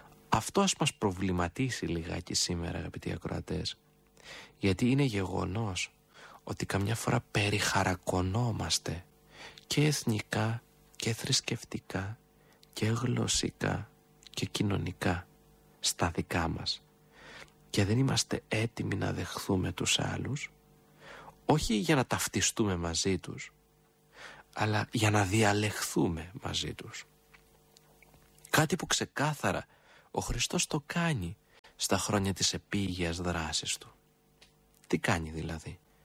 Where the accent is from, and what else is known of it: Greece